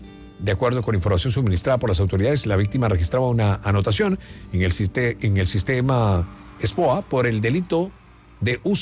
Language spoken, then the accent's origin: Spanish; Colombia; lo que somos los colombianos. Los colombianos somos una cosa chévere.